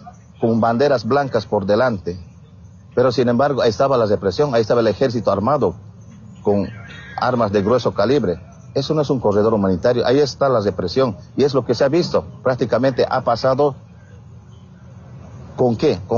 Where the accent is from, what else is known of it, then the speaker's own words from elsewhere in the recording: Bolivia; nosotros como bolivianos